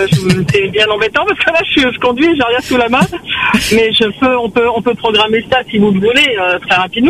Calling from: Réunion; moi, je suis à moitié italienne, mais réunionnaise en même temps. Je suis moitié-moitié. Et donc, tous les ans, je vais en Italie voir ma famille italienne et je passe le reste de l'année sur l'île de la Réunion.

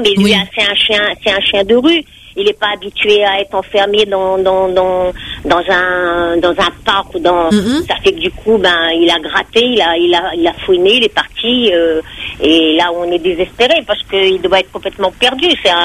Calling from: Saint-Paul, Réunion; Moi, j'habite à Stella, du côté de comment on appelle ça, de rue Cassiopée.

